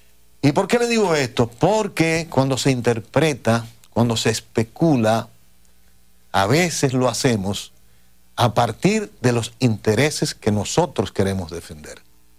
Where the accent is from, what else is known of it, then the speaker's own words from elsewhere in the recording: Dominican Republic; siento orgullo de ser dominicano